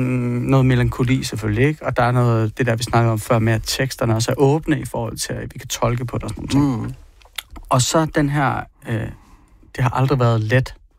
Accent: Jutland, Denmark; Men jeg er jo fra Jylland

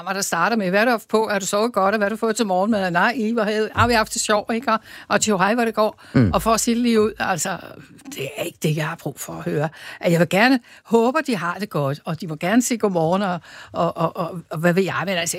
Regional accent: Roskilde, Zealand, Denmark; Jamen, de to gode professorer skrev, at jeg talte lidt forståelig moderne dansk. Og så kunne de høre, at jeg var fra Roskilde.

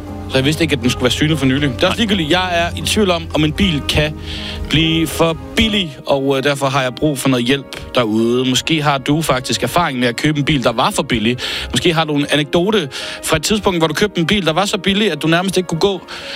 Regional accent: Jutland, Denmark; fordi jeg er fra Jylland

